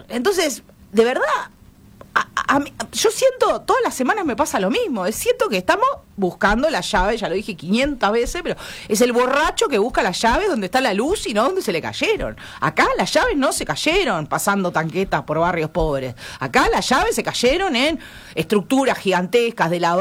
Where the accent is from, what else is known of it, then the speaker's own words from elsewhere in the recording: Uruguay; Problemas que nosotros nos negamos como uruguayos a ver porque seguimos insistiendo en la excepcionalidad